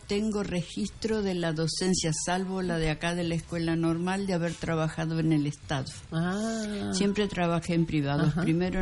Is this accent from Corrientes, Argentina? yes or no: no; Concepción del Uruguay, Entre Ríos, Argentina; born there; No, yo nací acá en Concepción del Uruguay.